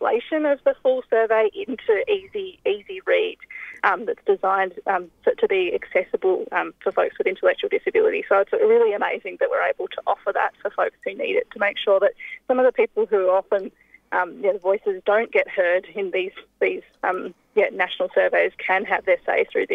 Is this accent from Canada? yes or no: no; Tasmania, Australia; So I grew up in Lutruwita, Tasmania, in the south, in Hobart, a country area out of the south of Hobart.